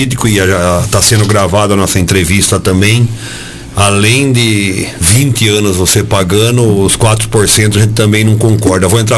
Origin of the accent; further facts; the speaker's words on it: Sorocaba, São Paulo, Brazil; eu vim da periferia de Sorocaba